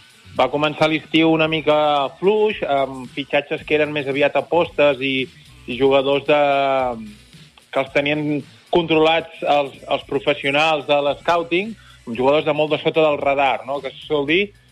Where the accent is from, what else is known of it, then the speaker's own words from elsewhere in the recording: Girona, Catalonia, Spain; tinc una mica més els peus al terra, sóc més gironí en aquest sentit